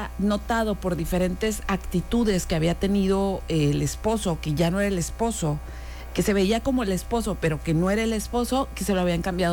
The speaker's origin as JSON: {"language": "Spanish", "town": "Mexicali", "region": "Baja California", "country": "Mexico", "moved": "yes", "said": "¿De qué parte del norte eres? Y le dije, Mexicali."}